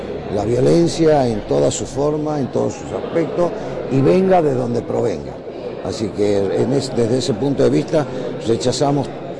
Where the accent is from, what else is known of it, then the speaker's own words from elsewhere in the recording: Tucumán, Argentina; como tucumanos nos sentimos orgullosos, porque aparte acá en Tucumán también se declaró la independencia.